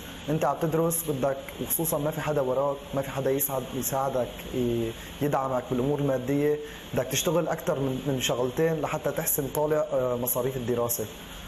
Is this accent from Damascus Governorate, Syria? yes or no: no; Aleppo, Aleppo Governorate, Syria